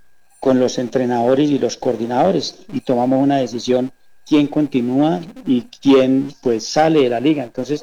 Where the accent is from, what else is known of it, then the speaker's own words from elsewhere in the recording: Siachoque, Boyacá, Colombia; moved away; Yo soy de Siachoque, llevo 29 años en el ejército, prácticamente desde el 97 me vine, pero de vez en cuando yo voy para a mi pueblito a visitarlos